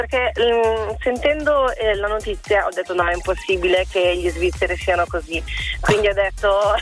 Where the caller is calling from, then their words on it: Lombardy, Italy; Da Velletto Bellini, in provincia di Pavia.